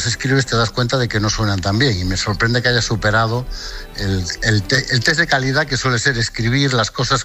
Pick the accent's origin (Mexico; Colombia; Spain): Spain; Galicia; Sí, yo soy la mañana de Lugo, que es lo más gallego que se puede ser.